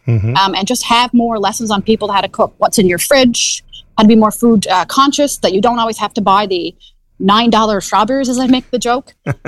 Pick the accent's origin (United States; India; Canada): Canada; East Coast; I'm from the East Coast.